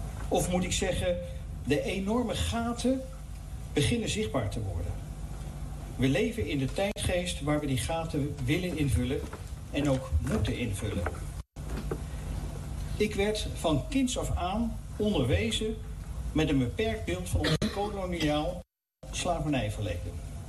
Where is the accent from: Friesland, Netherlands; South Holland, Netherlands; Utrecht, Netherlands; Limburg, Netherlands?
Utrecht, Netherlands; Amersfoort; als Amersfoorter.